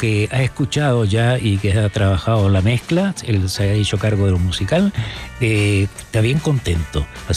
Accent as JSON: {"language": "Spanish", "country": "Chile", "said": "como decimos acá en Chile"}